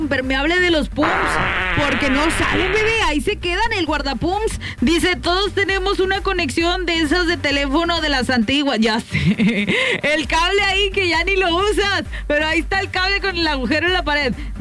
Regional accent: Mexico; cosas que no pueden faltar en la casa de un mexicano, que la mayoría tenemos como buenos mexicanos en casita

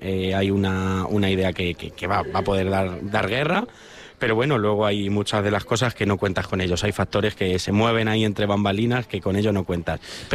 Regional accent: Spain; por lo menos como buen español celebrarlo con una fiesta.

